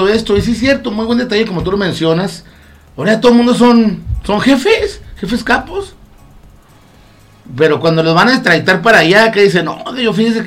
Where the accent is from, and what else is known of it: Mexico